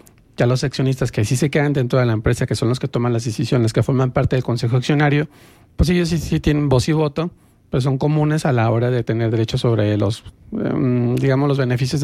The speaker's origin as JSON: {"language": "Spanish", "country": "Mexico"}